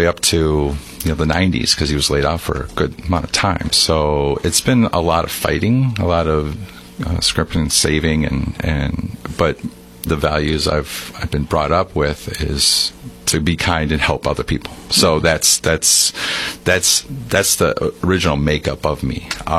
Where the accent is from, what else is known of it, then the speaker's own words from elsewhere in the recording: Sandwich, Illinois, United States; now in Yorkville, United States; Home is Yorkville, but I grew up in Sandwich, and I've been living this whole area my whole life, my family too.